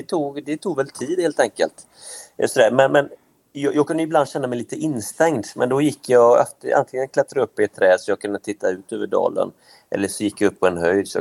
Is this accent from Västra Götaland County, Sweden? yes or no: yes; Västra Götaland County, Sweden; born there; Jag är ju född på en utanför Göteborg.